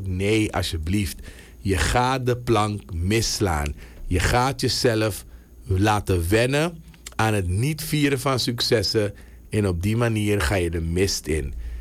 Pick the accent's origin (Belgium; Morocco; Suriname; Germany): Suriname